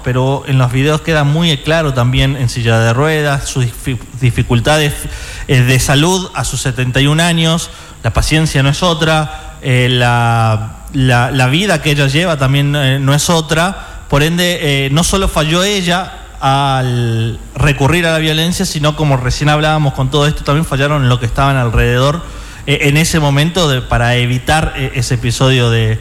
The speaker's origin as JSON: {"language": "Spanish", "region": "Salta", "country": "Argentina", "tie": "born or raised there", "said": "yo, que me crié en Salta, iba a un colegio que estaba a media cuadra de mi casa, es en el sur de la capital salteña, barrio intersindical."}